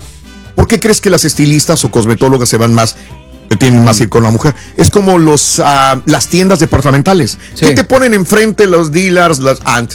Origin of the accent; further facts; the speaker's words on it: Mexico; Soy mexicano